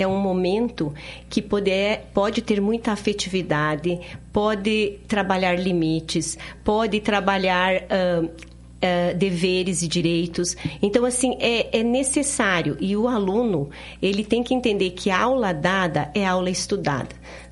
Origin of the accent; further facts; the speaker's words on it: Santo Ângelo, Rio Grande do Sul, Brazil; born there; Isso, de Santo Ângelo, Rio Grande do Sul.